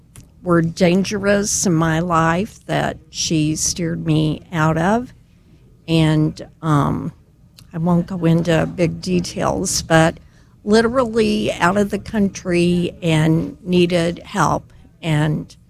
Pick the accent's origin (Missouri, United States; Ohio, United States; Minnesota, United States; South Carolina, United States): Missouri, United States; Perryville; now in Cottleville, United States; I was raised in Perry County, St. Vincent's in Perryville, Missouri.